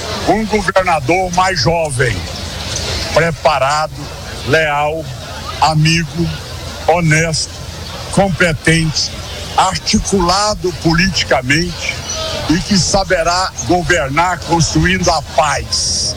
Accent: Goiás, Brazil; Nós hoje batemos no peito em qualquer lugar do Brasil e falamos, nós somos goianos.

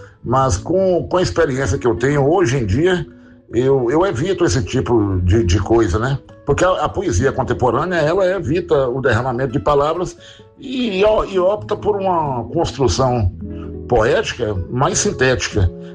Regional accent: Jequitinhonha, Minas Gerais, Brazil; a minha poética, ela é sempre focada na memória e na minha infância vivida aqui em Jequitinhonha. Então, Jequitinhonha está sempre presente na minha obra, né?

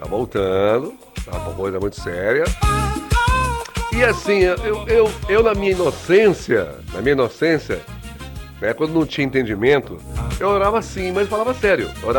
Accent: Pinheiro, Maranhão, Brazil; sou de Pinheiros, Maranhão.

